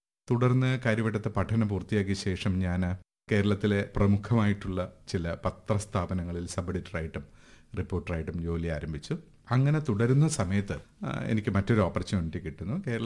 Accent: Kuttichal, Kerala, India; born there; ഞാൻ ജനിച്ചത് തിരുവനന്തപുരം ജില്ലയിലെ കുട്ടിച്ചൽ എന്ന് പറയുന്ന ഒരു ചെറിയ ഗ്രാമത്തിലാണ്.

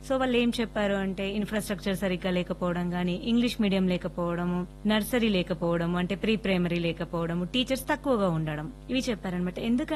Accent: Gandhari, Telangana, India; ఇప్పుడు నేను పనిచేస్తున్న పాఠశాల నా స్వగ్రామం అన్నమాట.

